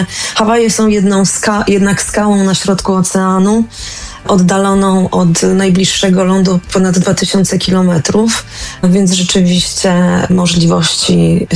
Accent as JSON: {"language": "Polish", "town": "Warsaw", "region": "Masovian Voivodeship", "country": "Poland", "moved": "as an adult", "lives_now": "Hawaii, United States", "said": "Ja pochodzę z Warszawy."}